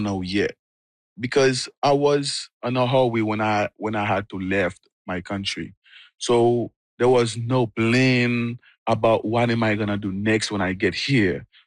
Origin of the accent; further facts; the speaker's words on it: Port-au-Prince, Ouest, Haiti; I was born in Port-au-Prince. My whole life was in Port-au-Prince.